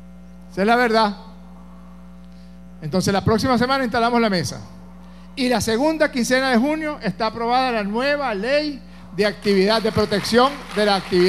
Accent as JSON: {"language": "Spanish", "town": "Barquisimeto", "region": "Lara", "country": "Venezuela", "said": "yo soy de Barquisimeto, estado Lara."}